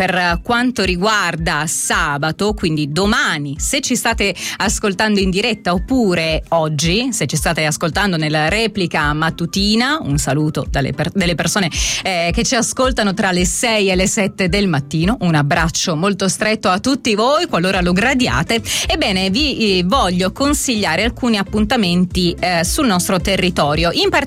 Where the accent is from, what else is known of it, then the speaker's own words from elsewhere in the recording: Calabria, Italy; moved away; Io sono calabrese, scusatemi, purtroppo ho un limite per quanto riguarda questi tipi di pronunce.